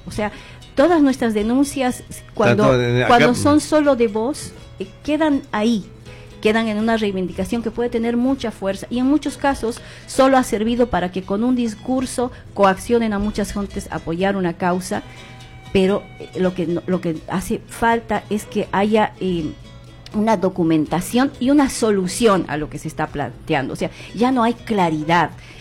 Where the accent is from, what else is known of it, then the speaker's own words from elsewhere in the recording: Bolivia; como en mi país Bolivia